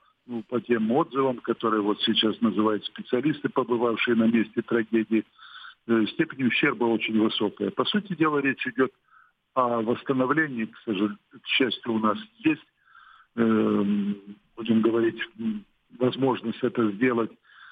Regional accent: Sevastopol, Ukraine; Вот я, коренной севастополец, испытываю то чувство надругательства над моей святыней, которые никому нет прощения.

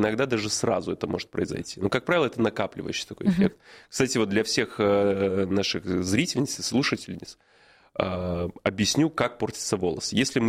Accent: Belarus; moved away as an adult; Я же из Беларуси, и там, собственно, свою карьеру начинал еще в 18 лет, в возрасте 18 лет.

